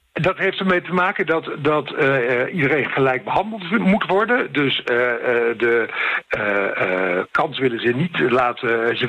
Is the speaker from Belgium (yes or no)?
no; Netherlands; En wie nou mocht hopen dat ik als Nederlander of dat iemand uit Ierland of iemand uit Spanje positief of negatief wordt bejegend